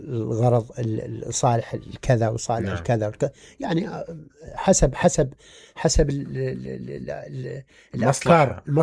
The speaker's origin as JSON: {"language": "Arabic", "town": "Hillah", "region": "Babil", "country": "Iraq", "said": "أنا من الحلة"}